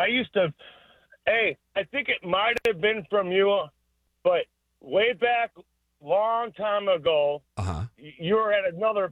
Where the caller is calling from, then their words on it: Naperville, Illinois, United States; from Naperville.